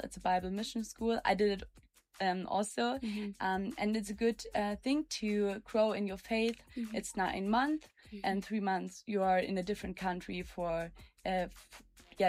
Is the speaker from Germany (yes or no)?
yes; southwest Germany, Germany; I'm 25 years old and I come from Germany, from the Southwest.